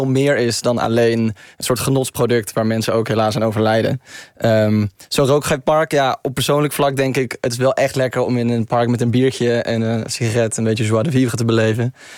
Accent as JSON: {"language": "Dutch", "town": "Tilburg", "region": "North Brabant", "country": "Netherlands", "tie": "born there", "said": "als geboren Tilburger"}